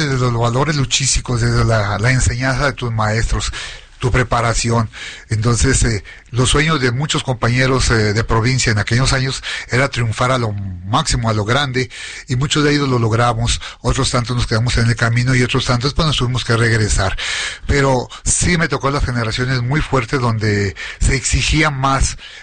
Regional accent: Gómez Palacio, Durango, Mexico; moved away; Yo soy nativo de Santa Rosa de Lima, el barrio de Santa Rosa. Entonces, toda la Gómez Palacio Durango yo lo conozco como la palma de mi mano.

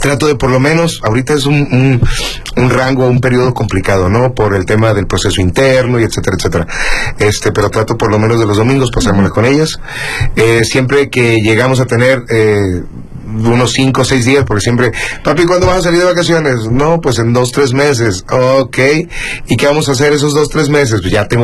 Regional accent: Los Cabos, Baja California Sur, Mexico; also born or lived in La Paz; nací aquí, en La Paz. Justo eso te iba a apuntar. Aquí pasé mis primeros 2 años, mis papás trabajaban aquí, después nos fuimos a Los Cabos, ahí, hasta secundaria, y en la preparatoria ya me regresé a La Paz

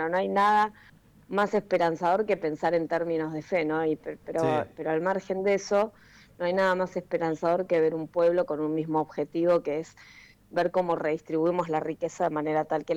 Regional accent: Argentina; estamos atravesando como argentinos y argentinas

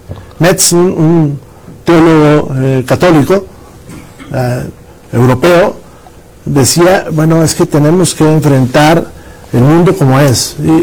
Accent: Coahuila, Mexico; En mi tierra hubo algunos, pocos, en el sur, en Parras y en Saltillo.

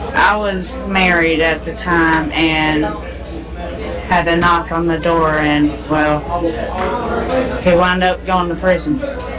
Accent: Abbeville, South Carolina, United States; now in Anderson, United States; I pretty much grew up out here in Abbeville.

